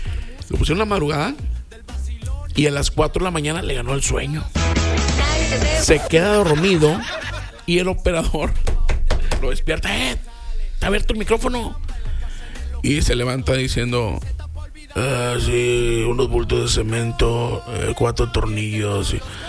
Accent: Mexico; soy bien mexicano.

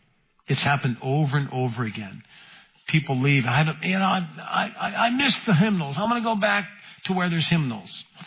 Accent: United States; I'm an American.

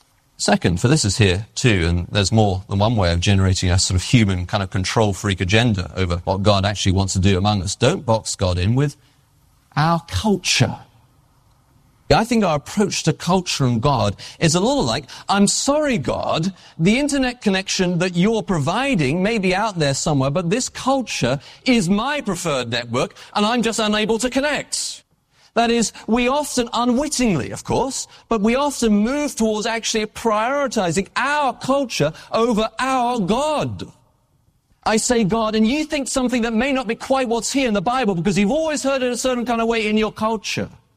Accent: England, United Kingdom

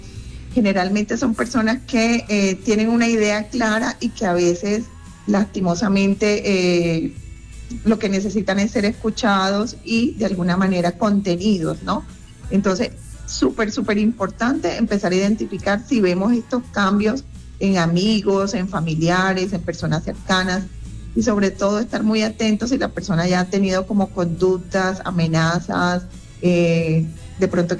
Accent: Cartagena, Bolívar, Colombia; now in Medellín, Colombia; yo soy de Cartagena, pero lastimosamente no vivo en Cartagena

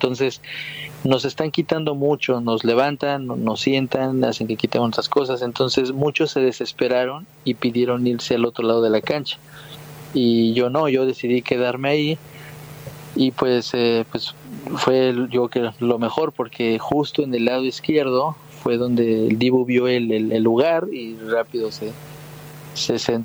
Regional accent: Mexico; Pues mira, obviamente pues como mexicano quiero que siempre le vaya bien a México

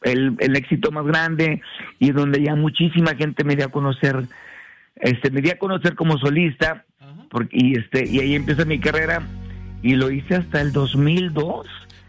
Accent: Laredo, Texas, United States; empecé un grupo, un dueto aquí en Laredo, Texas, de donde soy.

